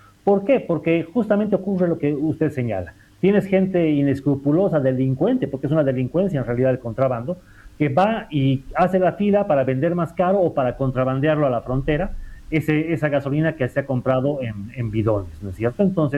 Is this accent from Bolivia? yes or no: yes; Bolivia